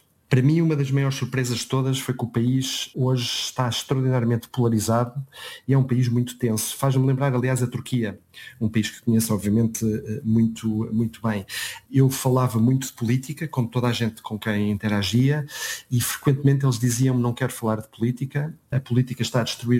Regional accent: Portugal

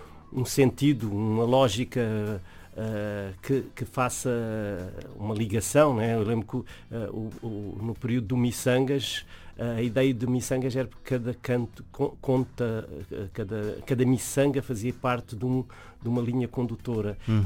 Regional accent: Mozambique; born there; moved away; Há um regresso um bocado diferente a Moçambique, onde nasci

